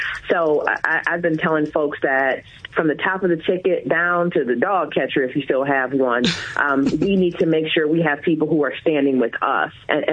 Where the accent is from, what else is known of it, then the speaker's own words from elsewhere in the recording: Lansing, Michigan, United States; And so I'm no stranger, right? Born and raised in Lansing on the South Side, graduated from Everett.